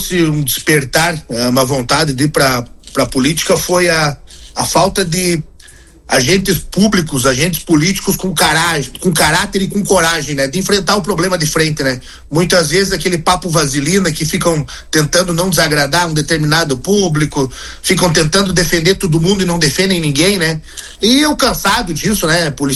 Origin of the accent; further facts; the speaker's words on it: Passo Fundo, Rio Grande do Sul, Brazil; Eu sou natural aqui de Passo Fundo, nasci e criei aqui.